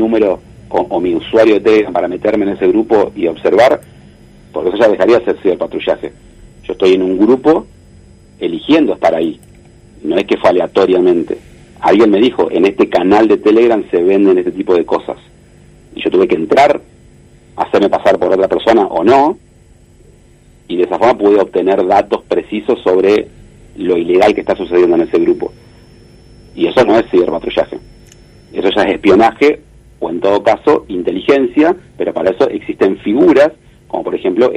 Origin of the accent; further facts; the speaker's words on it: Argentina; nosotros como argentinos.